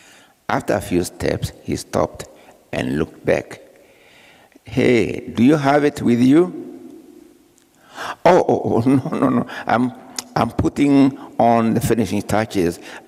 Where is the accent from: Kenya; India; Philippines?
Kenya; You know, when we travel places as Kenyans, but particularly as a Kenyan writer, when you meet your ambassador or their representative, it's like you are in touch. You feel a sense of touch, of home.